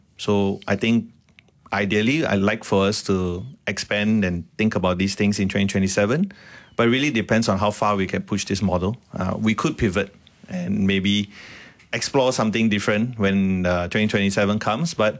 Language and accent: English; Malaysia; I mean, our home base is in Malaysia. We're both Malaysian. Three of us are Malaysian.